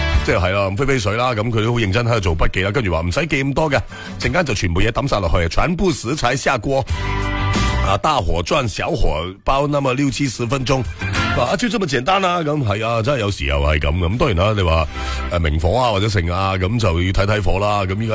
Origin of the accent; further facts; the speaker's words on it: Guangdong, China; 係煲翻啖我哋廣東人冇佢唔得然後有佢咧好開心嘅靚湯都好嘅